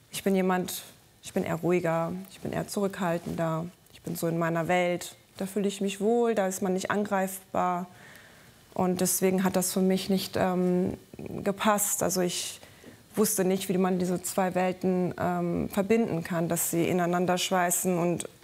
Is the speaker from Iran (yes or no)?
yes; Iran